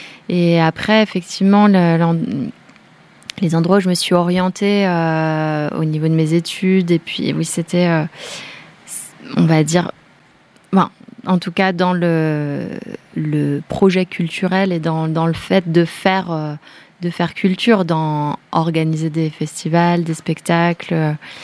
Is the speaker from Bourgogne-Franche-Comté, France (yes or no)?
yes; Bourgogne-Franche-Comté, France; Nous, on vient de là, c'est le Haut-Jura, nous on vient du Jura.